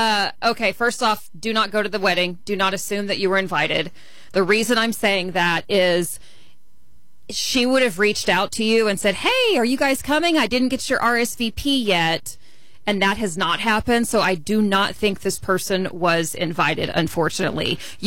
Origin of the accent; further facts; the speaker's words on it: Texas, United States; moved away; I had my wedding in Oklahoma, but I grew up in Texas